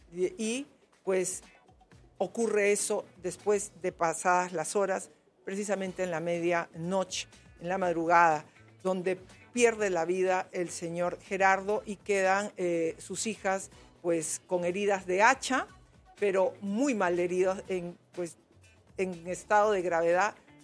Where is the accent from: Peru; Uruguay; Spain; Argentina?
Peru; como somos los peruanos